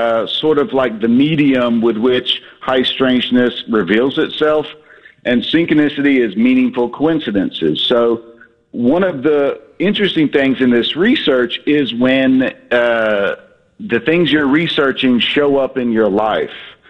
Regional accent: North Carolina, United States; I am from Western North Carolina.

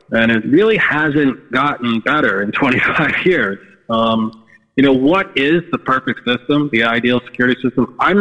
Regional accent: Boston, Massachusetts, United States; here at the at my hometown airport, Boston Logan, where two of the four hijacked planes departed from, there's a beautiful 9/11 memorial.

